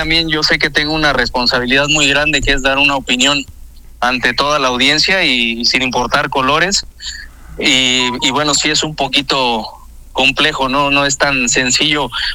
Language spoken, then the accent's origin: Spanish; Tepeji del Río, Hidalgo, Mexico; moved away; Tepeji del Río. Sí, acá me crié yo.